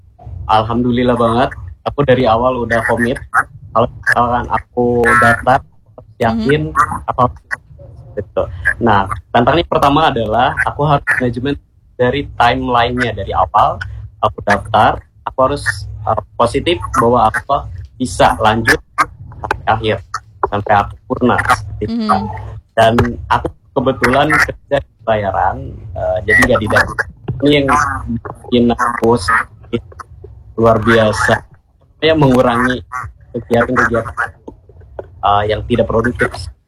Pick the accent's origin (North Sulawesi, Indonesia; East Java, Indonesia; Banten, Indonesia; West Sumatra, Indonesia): Banten, Indonesia; Saya dari Kabupaten Serang, Kak.